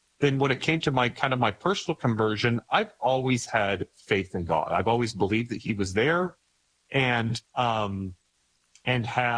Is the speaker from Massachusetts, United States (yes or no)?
no; Idaho, United States; born or raised there